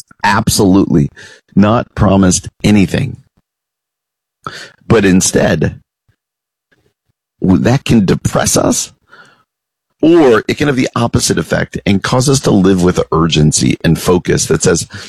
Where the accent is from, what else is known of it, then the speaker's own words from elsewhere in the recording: New York, United States; I'm from the East Coast, so sometimes I like to read the New York Post online and just see what's going on back in the New York area where I grew up